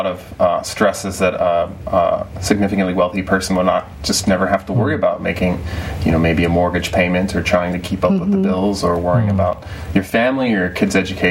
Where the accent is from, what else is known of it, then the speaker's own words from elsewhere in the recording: Oregon, United States; moved away as an adult; now in Michigan, United States; Well, I grew up in Oregon